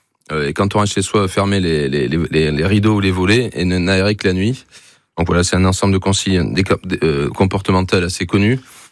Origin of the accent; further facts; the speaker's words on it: Nouvelle-Aquitaine, France; je suis originaire du département de la Gironde, il y a eu 3 morts.